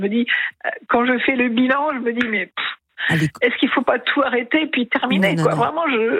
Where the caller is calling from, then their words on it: Brittany, France; Je suis en Bretagne